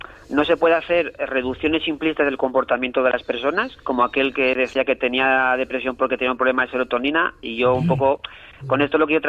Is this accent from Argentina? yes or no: no; Asturias, Spain; yo que soy de origen asturiano, me decían en el pueblo, tú guaje de quiñes, ¿no? Que tú de quién eres, ¿no?